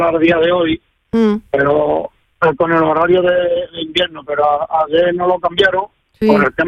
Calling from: Villalba del Alcor, Andalusia, Spain; Yo soy de Villalba del Alcor

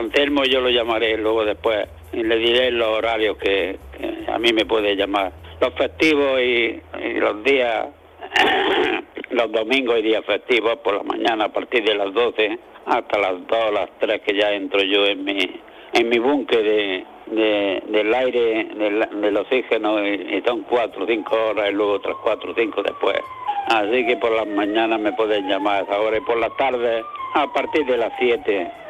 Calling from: Almuñécar, Andalusia, Spain; de Almuñécar.

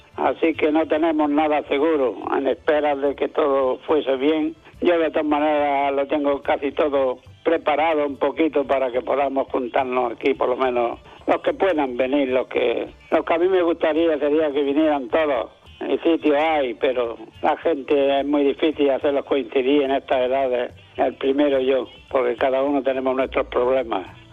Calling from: Almuñécar, Andalusia, Spain; de Almuñécar.

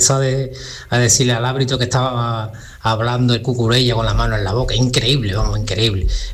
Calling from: Seville, Andalusia, Spain; Hola, buenos días. … de Sevilla.

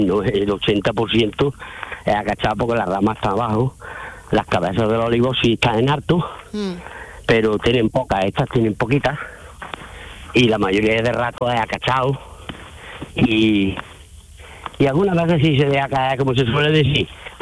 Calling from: Lucena, Andalusia, Spain; Aquí en Lucena estoy

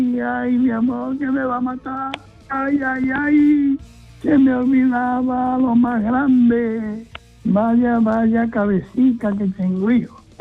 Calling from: Padul, Andalusia, Spain; Hola Manolo … de Padul.

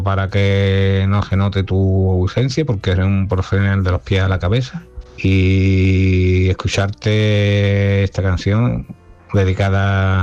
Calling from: El Puerto de Santa María, Andalusia, Spain; del Puerto de Santa María.

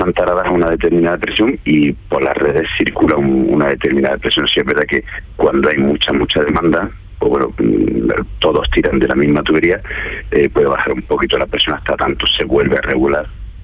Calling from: Roquetas de Mar, Andalusia, Spain; Yo vivo en Roqueta del Mar, en Almería, pero actualmente estoy trabajando en Jaén Capital y en Linares.

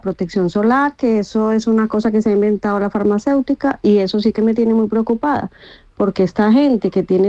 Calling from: Mijas, Andalusia, Spain; de Mijas.

